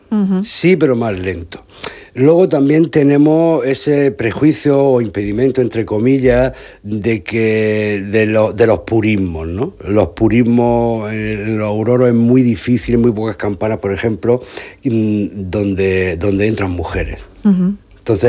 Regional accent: Region of Murcia, Spain; Eso siendo murciano es un pecado mortal. O sea, fuera de Murcia.

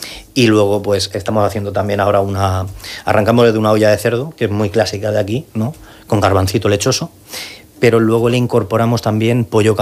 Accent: Madrid, Community of Madrid, Spain; now in Murcia, Spain; Aún así, yo que soy de Madrid, de decir y romper lanza a favor aquí de Murcia

